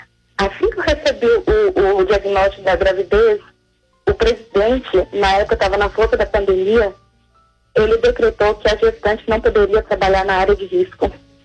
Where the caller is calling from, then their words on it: São José dos Campos, São Paulo, Brazil; Eu falo de São José dos Campos, São Paulo.